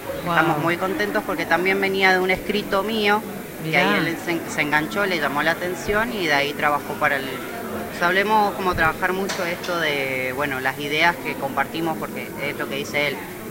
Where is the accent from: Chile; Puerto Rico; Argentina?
Argentina; Mendoza; yo soy mendocino.